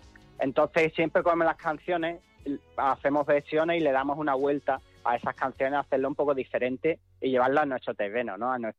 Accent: England, United Kingdom; now in Huelva, Spain; Bueno, realmente norteamericano no soy inglés.

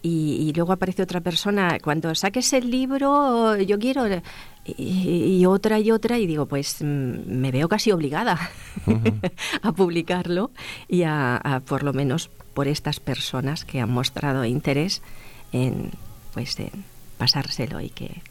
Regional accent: Monteagudo, Region of Murcia, Spain; Soy de Monteagudo, nacida en el mismo Monteagudo.

